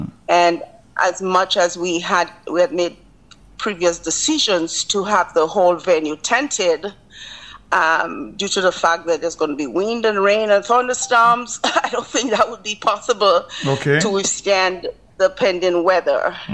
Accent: Dominica; moved away; I am from Dominica. My mom is from Dominica. My father is from Barbados, but I am a 200% Dominican.

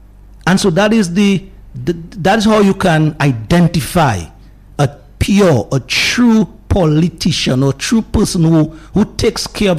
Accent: Dominica; Dominicans, we are suffering

